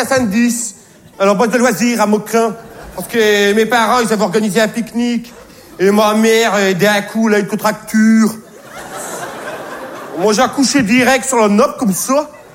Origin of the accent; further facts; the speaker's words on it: France; Je suis français de mère à fils, moi, hein.